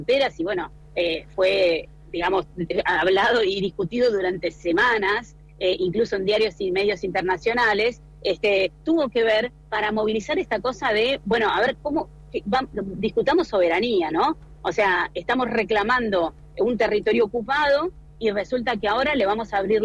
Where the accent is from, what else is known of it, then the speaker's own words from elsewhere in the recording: Chubut, Argentina; Nosotros que somos de la Patagonia y ahí en Chubut sabemos lo que significan los incendios forestales